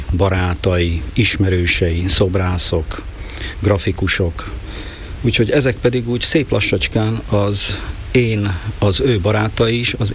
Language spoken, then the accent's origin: Hungarian; Kisgéres, Košice Region, Slovakia; also born or lived in Komárno; Aztán így lettem nagyon hirtelen kisgéresi, mert nem egész másfél éves koromban Kisgéresbe költöztek a szüleim